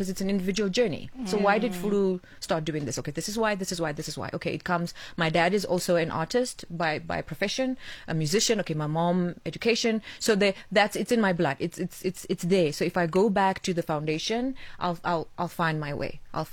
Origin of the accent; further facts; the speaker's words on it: Venda, Limpopo, South Africa; now in Johannesburg, South Africa; because I grew up there, it was just like, it's home